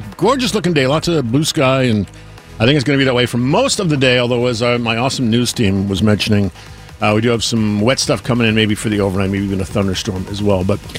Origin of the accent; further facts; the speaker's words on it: Boston, Massachusetts, United States; accent: Boston; I suppose I can coax my Boston accent to come out and play every now and then.